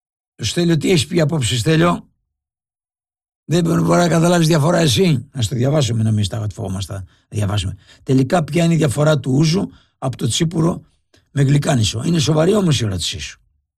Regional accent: Peloponnese, Greece; εγώ είμαι από χωριό έξω από την Τρίπολη.

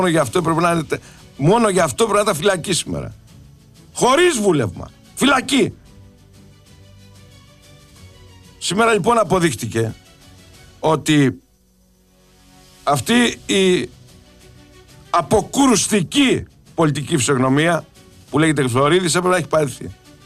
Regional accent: Peloponnese, Greece; λωθιά που λέγαμε και στο χωριό μου, λωθιά, λωθιά. Εγώ είμαι αιμοραϊτής.

